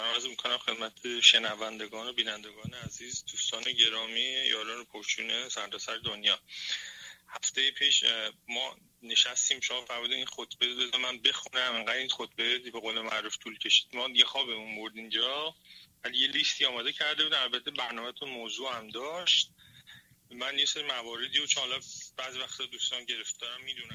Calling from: Iran

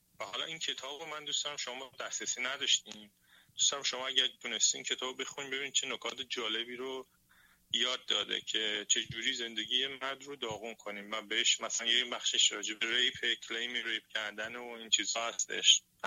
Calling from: Iran; به عنوان یه ایرانی

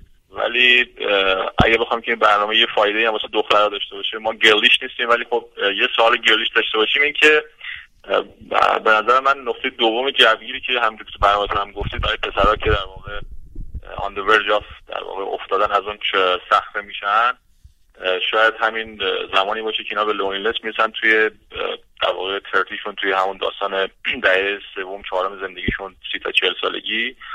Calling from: Iran; آبر سلام، … از ایران زنگ میزنم.

